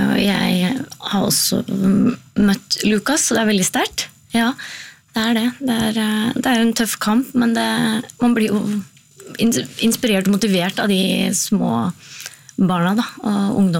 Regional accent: Larvik, Vestfold, Norway; Jeg har på Fram Larvik, det er hjembyen min.

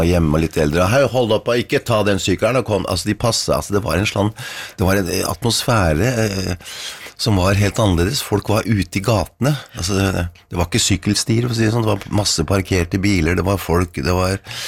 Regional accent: Oslo, Norway; nede i bakgården, husker jeg, på Torshov, jeg er fra Torshov

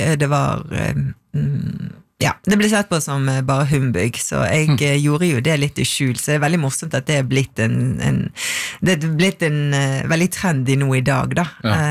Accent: Vestland, Norway; Det ligger rett ned for Stolsen, den berømte Stolskleiven, og det var jo mitt... det var jo der jeg vokste opp og brukte mye tid der, på Fløyen, oppe på Rundemann, og elsket det.

